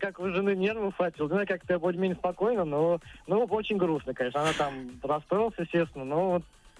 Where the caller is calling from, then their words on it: Samara, Samara Oblast, Russia; мы все оба из Самары